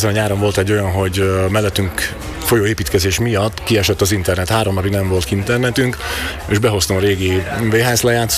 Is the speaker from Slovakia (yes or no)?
yes; Nové Zámky, Nitra Region, Slovakia; also born or lived in London; Újvár és környékén azt hiszem, hogy itt leginkább, mert innen származunk.